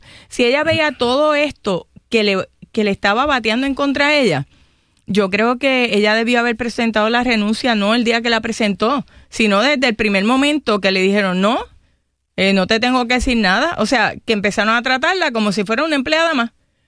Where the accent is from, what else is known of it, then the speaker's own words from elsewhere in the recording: Toa Alta, Puerto Rico; Yo soy de Toa Alta.